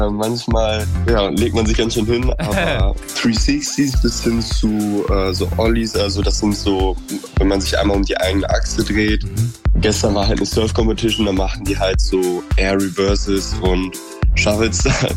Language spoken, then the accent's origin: German; Langenfeld, North Rhine-Westphalia, Germany; ich komme aus Langenfeld